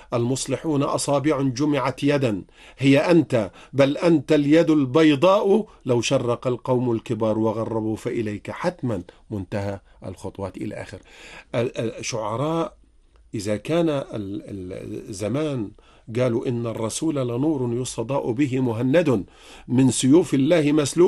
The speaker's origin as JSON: {"language": "Arabic", "country": "Egypt"}